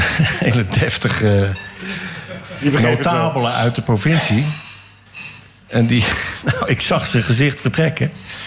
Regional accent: Beverwijk, North Holland, Netherlands; ik kom gewoon uit Achthoog achter uit Beverwijk vandaan.

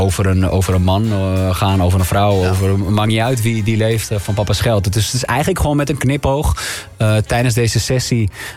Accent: Amsterdam, North Holland, Netherlands; Ik kom uit Amsterdam Noord

